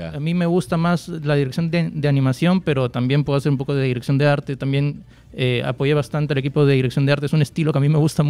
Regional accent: Peru; somos varios artistas peruanos y en general latinoamericanos

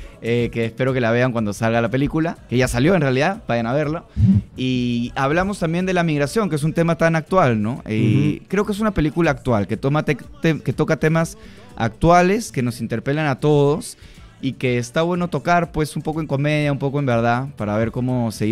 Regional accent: Peru

